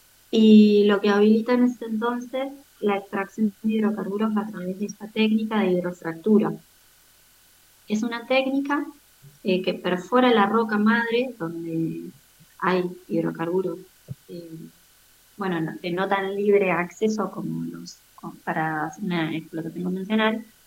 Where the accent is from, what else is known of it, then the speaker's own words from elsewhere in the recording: Argentina; born there; now in Neuquén, Argentina; No nací aquí particularmente en lo que se entiende Neuquén, sino unos kilómetros más al sur, más cerquita de la cordillera.